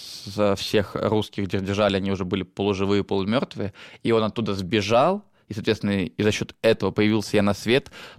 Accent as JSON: {"language": "Russian", "town": "Sebezh", "region": "Pskov Oblast", "country": "Russia", "said": "А Себеж я объяснял, то, что это граница Беларуси, России и Латвии."}